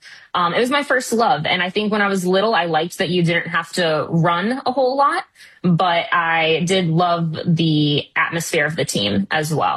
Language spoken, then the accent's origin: English; Hermosa Beach, California, United States; I'm from Hermosa Beach, California, which is just outside Los Angeles, and I'm an only child.